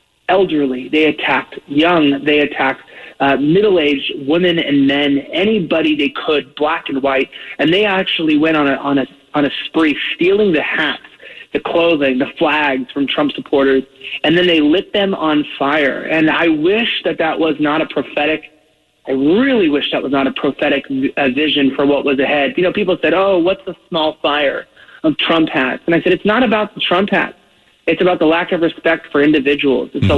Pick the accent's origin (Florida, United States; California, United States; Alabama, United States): California, United States; Los Angeles; accent: California; See, I'm already using the word like, because I'm from California. I got the accent.